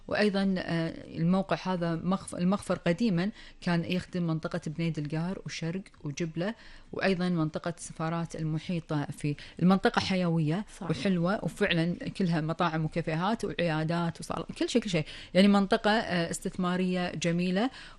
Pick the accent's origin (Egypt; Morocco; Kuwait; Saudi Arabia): Kuwait; ديرتنا الحبيبة الكويت